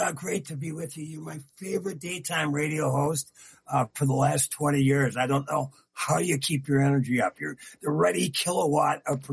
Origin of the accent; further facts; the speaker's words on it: Minnesota, United States; And I grew up on the Iron Range. I'm a Iron Range prairie populist. And of course, still lived 22 miles away.